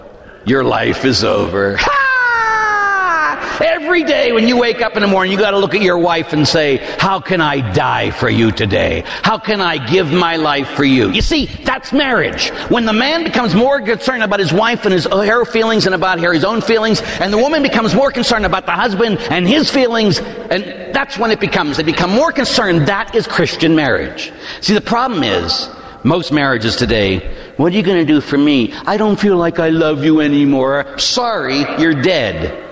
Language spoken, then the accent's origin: English; Pittsburgh, Pennsylvania, United States; born or raised there